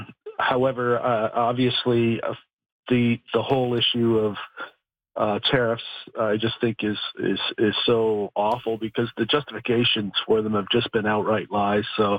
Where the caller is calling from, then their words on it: North Rustico, Prince Edward Island, Canada; We're on the North Shore, North Restico